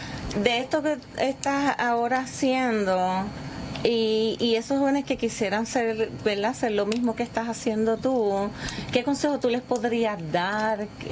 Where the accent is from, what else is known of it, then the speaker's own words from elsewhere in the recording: Vega Baja, Puerto Rico; yo de niña, pues, estuve en la Liga Atlética, estuve en las batuteras y pertenecía a la Liga Atlética Policiaca de Puerto Rico, ¿verdad? Vega Baja.